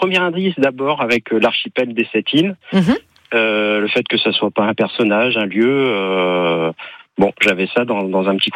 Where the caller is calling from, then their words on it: Saint-Agathon, Brittany, France; moi j'habite Saint-Agathon, mais quand je vous ai appelé, j'étais en déplacement.